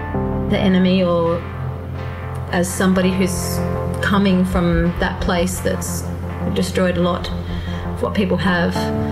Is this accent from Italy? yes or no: no; Sydney, New South Wales, Australia; I'm from Sydney.